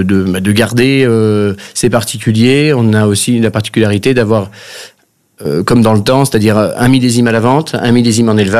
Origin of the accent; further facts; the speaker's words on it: Mercurey, Bourgogne-Franche-Comté, France; je viens de Mercurey, je suis originaire de Mercurey.